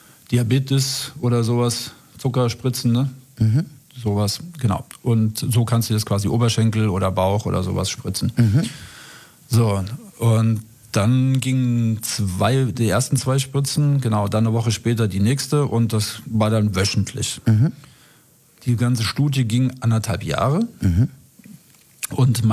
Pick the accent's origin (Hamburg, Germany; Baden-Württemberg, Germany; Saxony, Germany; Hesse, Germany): Hesse, Germany; Frankfurt; born there; Aber die Stadt Frankfurt ist halt mein Geburtsort. Ich bin geboren in Fechenheim.